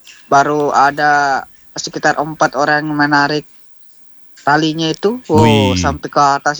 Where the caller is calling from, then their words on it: Bone, South Sulawesi, Indonesia; kalau kampungku di sini lah kopi